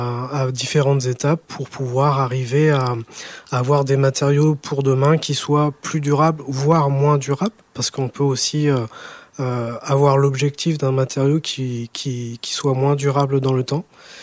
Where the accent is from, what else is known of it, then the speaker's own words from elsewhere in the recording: Reims, Grand Est, France; moved away as an adult; now in Alès, France; À la base, je suis champenois, je suis de Reims